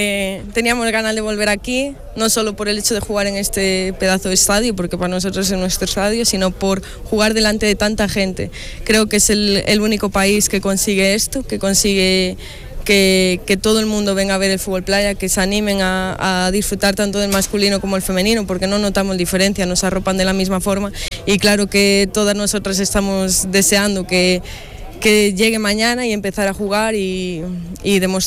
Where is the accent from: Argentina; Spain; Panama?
Spain; Bueno, quien es español sabe que lucha por todo, ¿no? No nos podemos relajar.